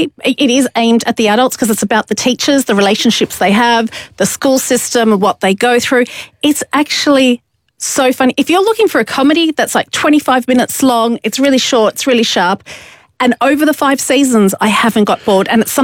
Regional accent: Australia; As an Australian

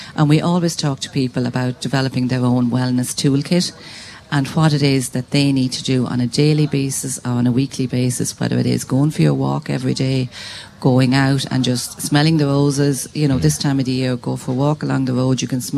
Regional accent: Carlow, Leinster, Ireland; I suppose I'm from Carlow

